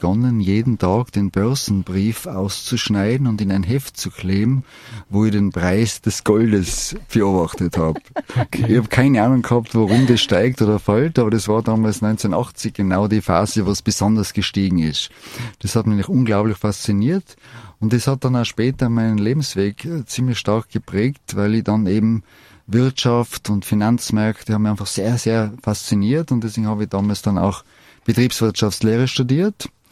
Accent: Innsbruck, Tyrol, Austria; born there; Ich bin in Innsbruck geboren.

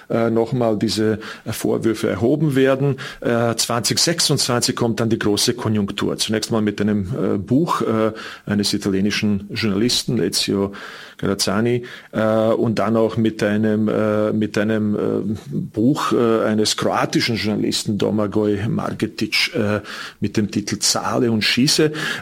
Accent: Prijedor, Republika Srpska, Bosnia & Herzegovina; in meiner Heimatstadt Prijedor sind 3100 Menschen getötet worden

